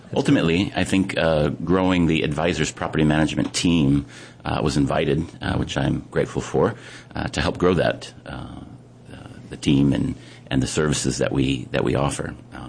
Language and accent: English; Apple Valley, California, United States; born there; moved away as an adult; now in Hawaii, United States; So I was born in Apple Valley, California. It's a little town in the high desert of Southern California. And when I was about 23, I joined the Air Force.